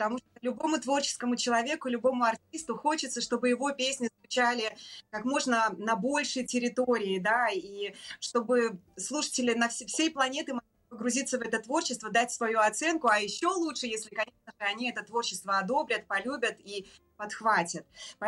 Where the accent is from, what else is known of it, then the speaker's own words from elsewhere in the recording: Belarus; мы, белорусы